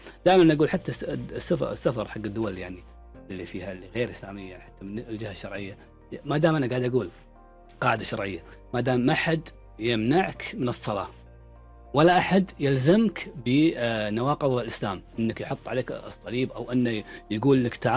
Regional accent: Kuwait; احنا عندنا الكويت

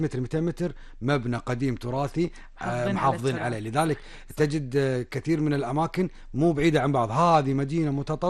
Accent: Kuwait; وإحنا كويتيين نقول لا إن شاء الله إحنا نفوز

